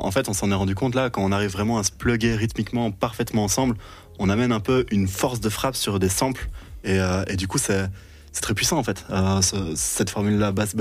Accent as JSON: {"language": "French", "town": "Mons", "region": "Wallonia", "country": "Belgium", "said": "En fait, moi je viens de Mons, je viens pas de Bruxelles, et donc j'ai bossé avec la classe de Mons."}